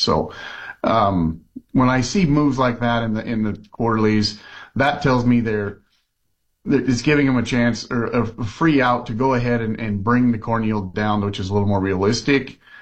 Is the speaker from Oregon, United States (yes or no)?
yes; Oregon, United States; I'm from Oregon